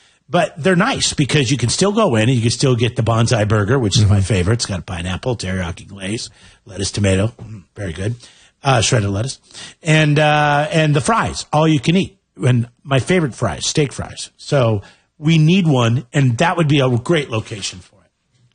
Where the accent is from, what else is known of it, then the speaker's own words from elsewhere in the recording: Pacific Northwest, United States; moved away; Jeff and I grew up in the Northwest.